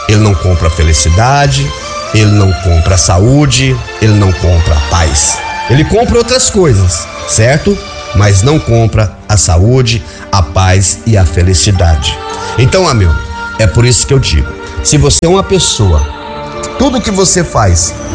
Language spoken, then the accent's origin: Portuguese; Bahia, Brazil; Porque, para quem não me conhece, eu sou da Bahia. Isso, amigos, eu sou da Bahia, certo? Sou da Bahia, mas atendo em todo o território nacional brasileiro, verde e amarelo.